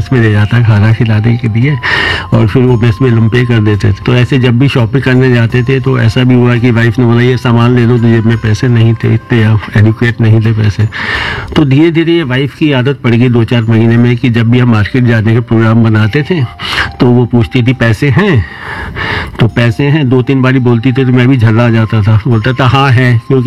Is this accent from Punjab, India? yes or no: no; Faridabad, Haryana, India; मैं फरीदाबाद का निवासी हूँ।